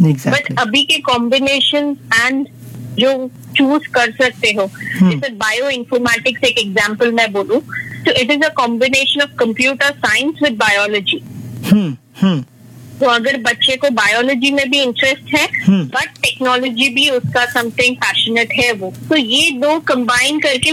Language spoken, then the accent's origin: Hindi; Mumbai, Maharashtra, India; मैं अमची मुंबई से हूँ।